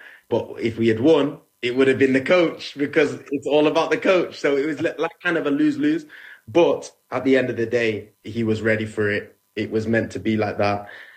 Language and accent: English; Curaçao; also born or lived in Netherlands / England; But at the moment, no, I'm fully Curaçao. I say I'm from Curaçao, and then they say, "Ah, oh, where's that?"